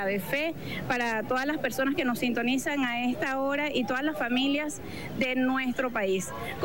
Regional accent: Venezuela; ese instinto como bombero, como venezolano, de salir a ayudar en estos momentos de contingencia en el país.

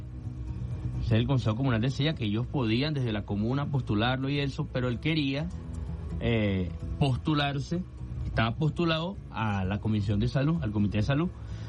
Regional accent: Caracas, Capital District, Venezuela; yo vengo de Recreo, yo vengo de Pinto Salinas.

